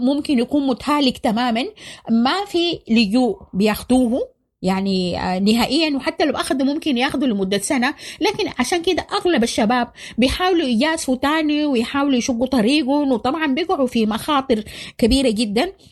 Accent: Sudan; وكنت أنا يعني سودانية ناشطة ومعروفة بمواقفي الواضحة ضد سياسة الاتحاد الأوروبي.

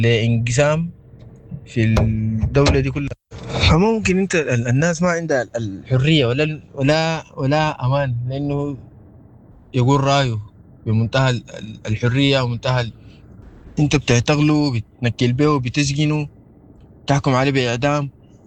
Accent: Sudan; اي حوار نحن كسودانيين ممكن يحل لنا مشكلتنا،

